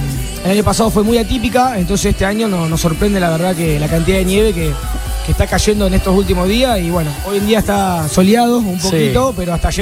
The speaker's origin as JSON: {"language": "Spanish", "town": "Arroyo Seco", "region": "Santa Fe", "country": "Argentina", "said": "Yo soy de Arroyo Seco"}